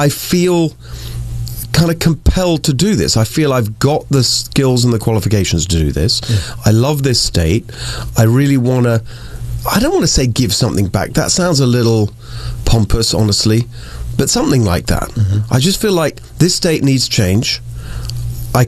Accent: England, United Kingdom; moved away; And I felt at home here in a way I never actually did in England. I was born in England. My parents are Hungarian. Mm-hmm. They were refugees from communism. I grew up a working class immigrant household.

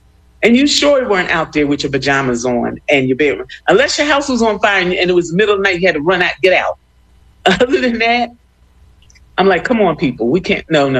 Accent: Philadelphia, Pennsylvania, United States; the school we grew up with in North Philly

